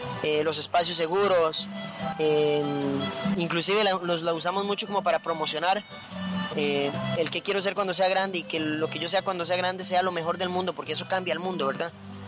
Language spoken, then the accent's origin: Spanish; Limón, Costa Rica; now in Siquirres, Costa Rica; yo soy cuentero costarricense